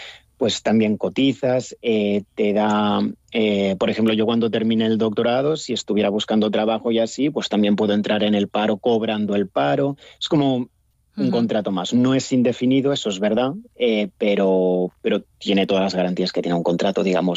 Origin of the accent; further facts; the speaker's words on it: Spain; now in Bonn, Germany; Entonces, yo no soy el único español aquí en Bonn, es que me he encontrado un montón, españoles, italianos